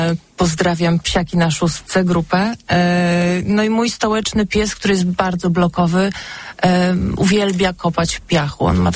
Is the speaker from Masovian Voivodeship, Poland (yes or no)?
yes; Pionki, Masovian Voivodeship, Poland; also born or lived in Warsaw; Jestem z Pionek. bardzo lubię to miasto, jest w środku lasu, bardzo piękne, no ale po studiach jakoś nie chciałam tam wracać.